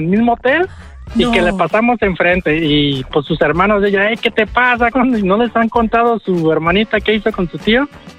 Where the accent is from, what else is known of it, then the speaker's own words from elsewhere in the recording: Guadalajara, Jalisco, Mexico; Nosotros somos de acá de Guadalajara y estamos en Puerto Vallarta. Entonces queda más o menos como 2-3 horas.